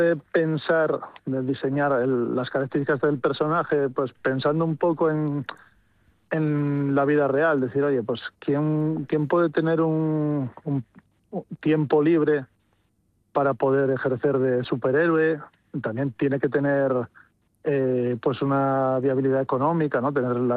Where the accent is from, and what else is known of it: Mieres, Asturias, Spain